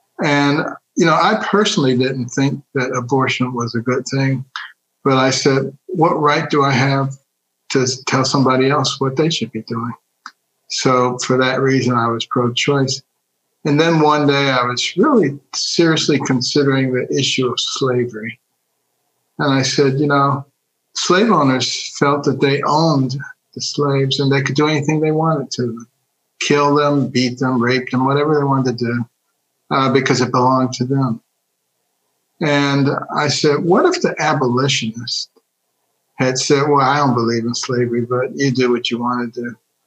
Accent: Detroit, Michigan, United States; born there; moved away; also born or lived in Boston, Massachusetts / New Haven, Connecticut / Ann Arbor, Michigan / Baltimore, Maryland; Well, I grew up in Detroit, a very liberal city, and then in Boston, a very liberal city.

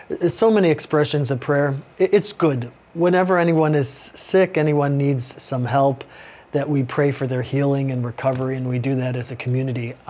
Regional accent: Chicago, Illinois, United States

